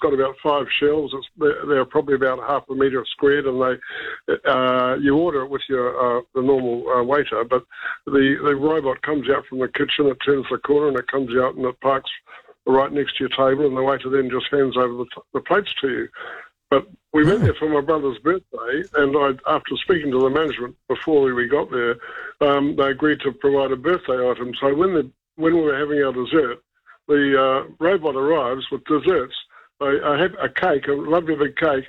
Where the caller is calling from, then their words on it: Wellington, New Zealand; I'm calling from Wellington.